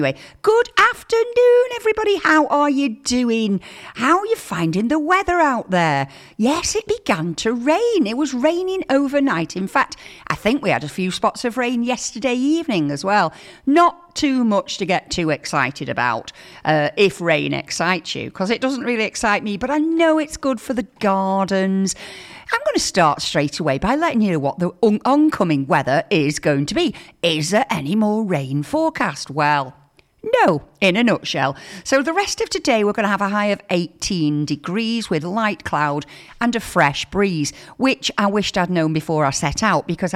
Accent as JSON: {"language": "English", "town": "Wigan", "region": "North West England", "country": "United Kingdom", "said": "and I am from Wigan, so we don't say schedule, we say schedule."}